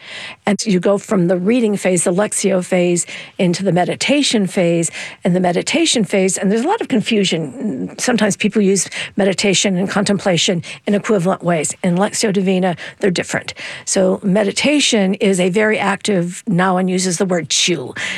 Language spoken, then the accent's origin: English; Latrobe, Pennsylvania, United States; I'll send you to my hometown, Latrobe, Pennsylvania.